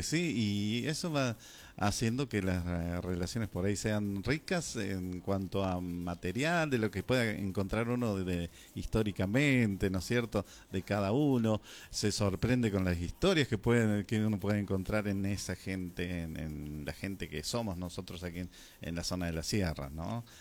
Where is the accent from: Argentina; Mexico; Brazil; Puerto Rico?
Argentina; Alpa Corral, Córdoba; born there